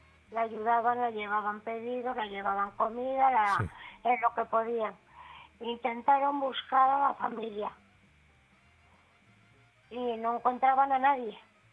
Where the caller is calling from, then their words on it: Santander, Cantabria, Spain; los de Santander somos de Santander.